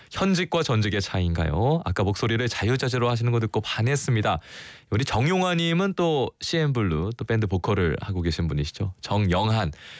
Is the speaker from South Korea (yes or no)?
yes; Incheon, South Korea; 제가 또 인천 출신이라 갈매기와 일가견이 있습니다.